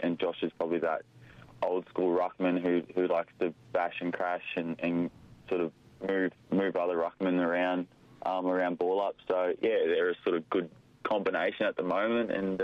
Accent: Darwin, Northern Territory, Australia; now in Perth, Australia

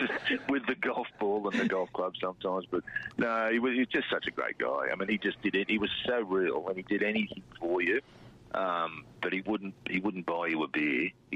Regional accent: Gosford, New South Wales, Australia; I came from Gosford Golf Club, but grew up there.

